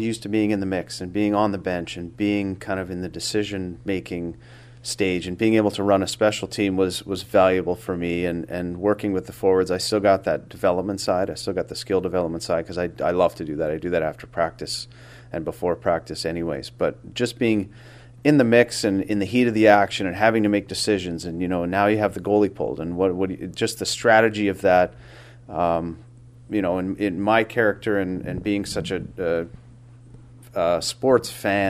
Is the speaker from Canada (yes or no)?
yes; Saskatchewan, Canada; now in San Jose, United States; Well, we were close to Calgary, you know, I think it's 6 hours each way from between Winnipeg